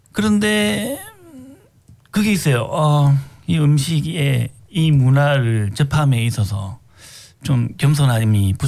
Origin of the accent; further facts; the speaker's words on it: Yangsan, South Gyeongsang, South Korea; 제가 경상남도 양산 시골에서 자란 적이 있었는데